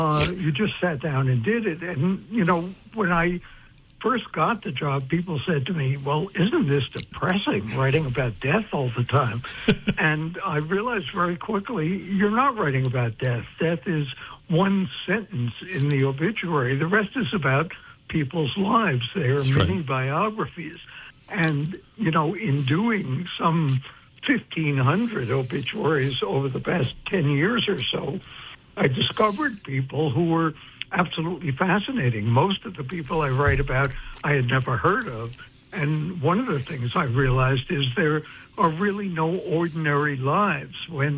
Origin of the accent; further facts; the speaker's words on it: New York City, New York, United States; growing up in Brooklyn, my family culture was to deny death.